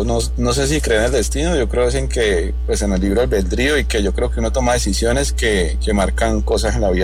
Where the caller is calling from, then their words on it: Jamundí, Valle del Cauca, Colombia; Estoy en el municipio de Jamundí